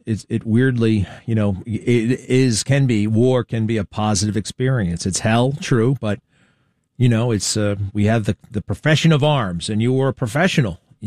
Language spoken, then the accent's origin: English; Baldwin, United States; This is when we were growing up in Baldwin